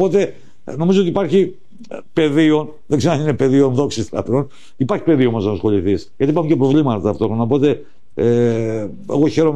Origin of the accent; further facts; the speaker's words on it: Rethymno, Crete, Greece; moved away; για την πατρίδα μου, την ιδιαίτερη, το Ρέθυμνο.